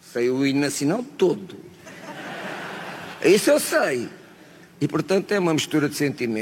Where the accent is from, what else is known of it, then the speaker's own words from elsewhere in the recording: Portugal; Sou português, amo o meu país.